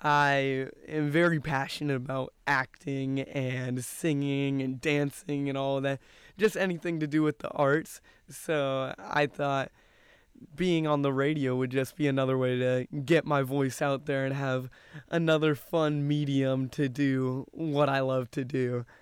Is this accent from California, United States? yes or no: yes; Carlsbad, California, United States; moved away as an adult; now in Irvine, United States; 18 years old, and I am a part of the class of 2030. I'm from Carlsbad, California, which is just a little bit down the coast from us here in Irvine.